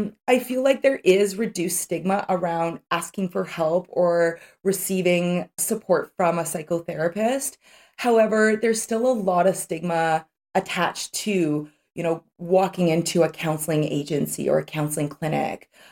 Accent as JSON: {"language": "English", "town": "North Vancouver", "region": "British Columbia", "country": "Canada", "tie": "born or raised there", "said": "So I grew up in North Vancouver"}